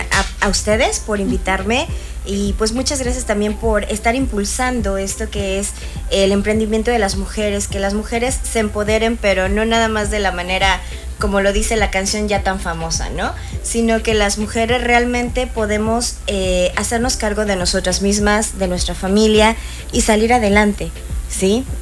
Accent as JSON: {"language": "Spanish", "town": "Guadalajara", "region": "Jalisco", "country": "Mexico", "moved": "yes", "lives_now": "Cancún, Mexico", "said": "soy de Guadalajara, tapatía 100%, pero amando Cancún. Y pues tengo aquí 15 años."}